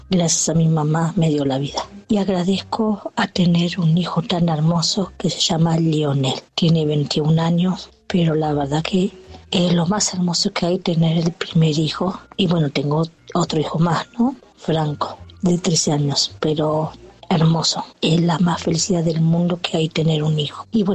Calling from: Ituzaingó, Buenos Aires Province, Argentina; de Ituzaingó

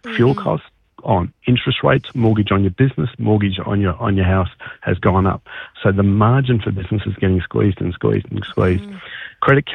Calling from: Canberra, Australian Capital Territory, Australia; Good morning, Katie. I'm calling in from Canberra.

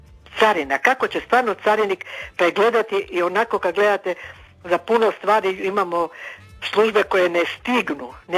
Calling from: Croatia

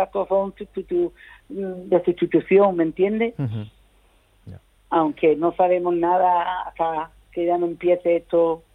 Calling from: Medina Sidonia, Andalusia, Spain; Nosotros somos de Medina Sidonia.

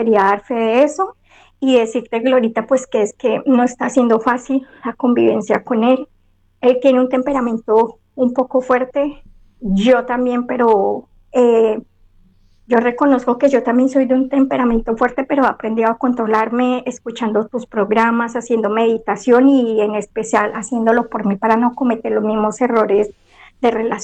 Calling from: Castellón, Valencian Community, Spain; Te hablo desde Valencia, Castellón.

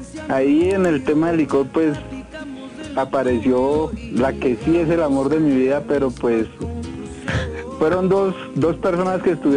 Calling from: Tuta, Boyacá, Colombia; Tuta Boyacá

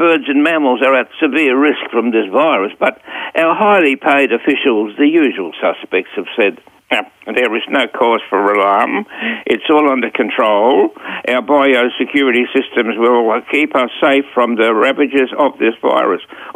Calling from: Gladstone, Queensland, Australia; here from the class here in the Gladstone.

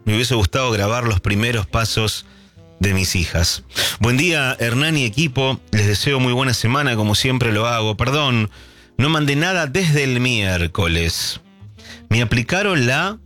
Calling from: Castelar, Buenos Aires Province, Argentina; de Castelar.

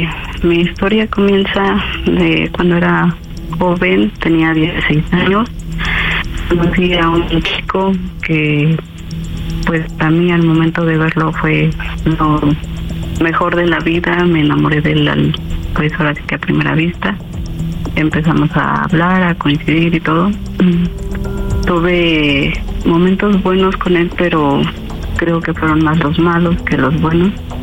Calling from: San Luis Potosí, Mexico; Tengo 32 años y soy de San Luis Potosí.

